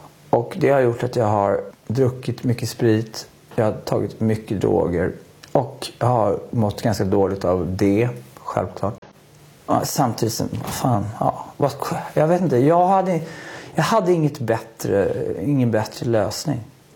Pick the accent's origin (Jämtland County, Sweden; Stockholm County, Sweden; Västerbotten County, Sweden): Stockholm County, Sweden; Vaxholm; Vilket förvånar mig att jag både är storstadskille och från Vaxholm.